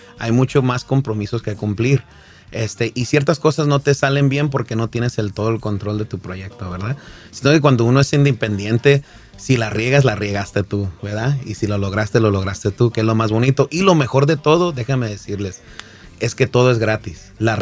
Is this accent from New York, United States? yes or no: no; Compton, California, United States; nosotros somos de aquí, de Los Ángeles, porque cuando uno va para México no es de allá y ni de aquí es de aquí.